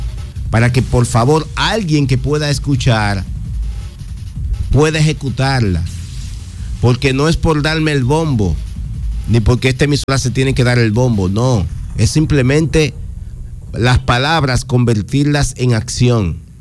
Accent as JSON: {"language": "Spanish", "region": "San Cristóbal", "country": "Dominican Republic", "said": "Le hago un llamado a mi pueblo, a mi provincia San Cristóbal"}